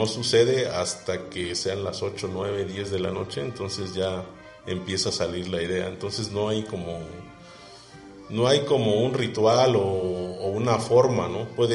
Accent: Oaxaca, Mexico; la parte prehispánica de que nos representa pues como jojeños o como oaxaqueños, ¿no?

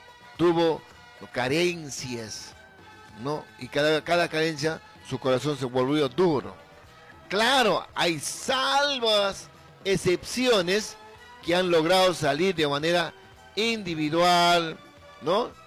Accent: Peru

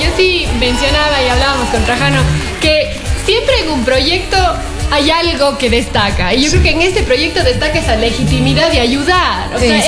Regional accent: Cuenca, Azuay, Ecuador; accent: Cuencano sing-song; yo soy una cuencana

